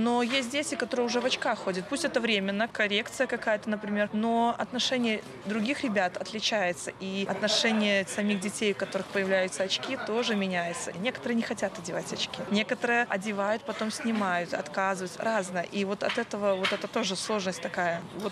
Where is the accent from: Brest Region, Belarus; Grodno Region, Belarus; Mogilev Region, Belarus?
Grodno Region, Belarus; Grodno; я из Гродно, работаю педагогом-психологом в детском саду.